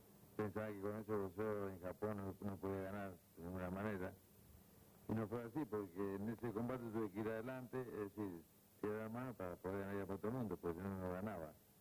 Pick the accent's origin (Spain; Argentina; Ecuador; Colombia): Argentina